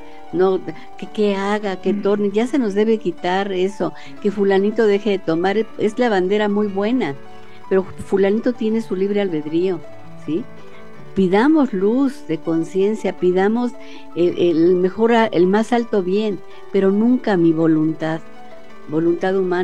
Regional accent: Mexico

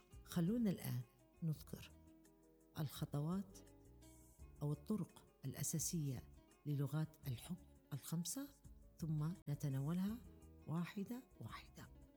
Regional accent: Libya; يمكن أن نحن كمجتمع ليبي

